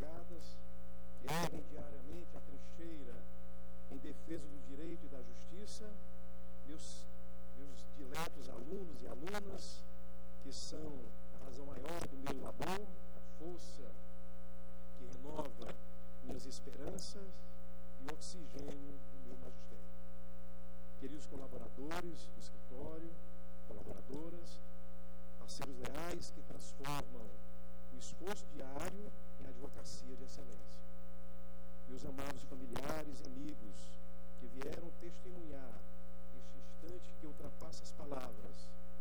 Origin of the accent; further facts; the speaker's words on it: Araripina, Pernambuco, Brazil; born there; moved away; also born or lived in Simões, Piauí; E me transporta diretamente para Araipina, que o clima é mais ameno. E lá não é sertão, é agreste, é agreste pernambucano, no querido estado do Pernambuco, onde nasci